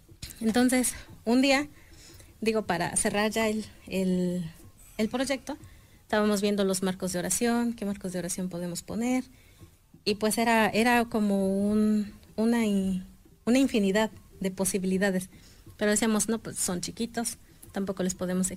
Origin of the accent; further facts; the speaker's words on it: Mexico; moved away; yo vengo de Soyatla